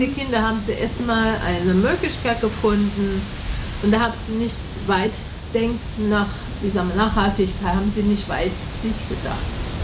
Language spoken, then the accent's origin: German; Taiwan; German is a second language; ich komme aus Taiwan, und Taiwan, junge Leute, sag mal, abdurchschnittlich, ab 20-Jährige, die sind alles in der Uni gegangen